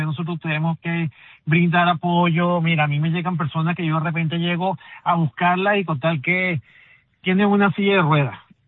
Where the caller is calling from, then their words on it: Austin, Texas, United States; yo soy conductor de Uber aquí en la ciudad de Austin, Texas.